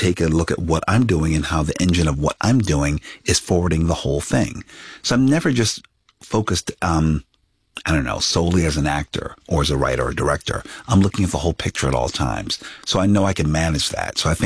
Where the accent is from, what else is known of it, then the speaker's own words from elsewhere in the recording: Philadelphia, Pennsylvania, United States; Inner city West Philadelphia, where, you know, a lot of blue collar folks. I was the first in my family to go to college.